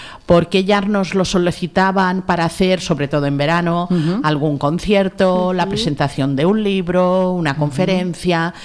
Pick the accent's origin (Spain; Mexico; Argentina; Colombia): Spain; Mallorca, Balearic Islands